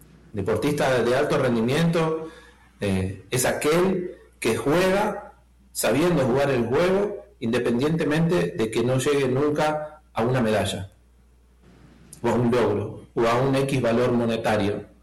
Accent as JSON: {"language": "Spanish", "country": "Argentina", "tie": "born or raised there", "said": "probablemente yo no me hubiera dicho hincha del equipo que me hice de pequeño en Argentina"}